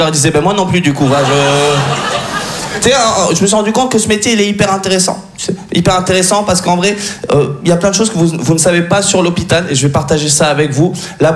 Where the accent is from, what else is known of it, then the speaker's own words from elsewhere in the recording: France; Je suis français d'origine tunisienne, parce qu'en fait, ma mère est française